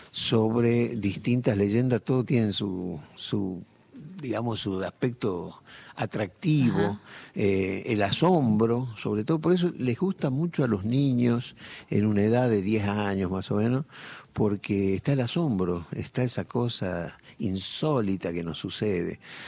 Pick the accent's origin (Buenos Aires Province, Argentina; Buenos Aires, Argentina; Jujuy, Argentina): Jujuy, Argentina; Ledesma; Yo me crié en Ledesma. En Ledesma, como ustedes saben, hace mucho calor y la gente hasta altas horas de la noche conversa en las veredas.